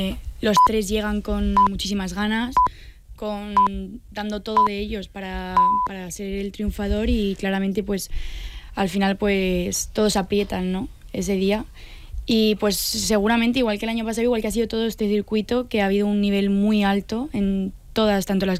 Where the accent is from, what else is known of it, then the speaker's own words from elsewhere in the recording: Community of Madrid, Spain; Bueno, yo he crecido toda la vida viendo Castilla-La Mancha Media. Yo soy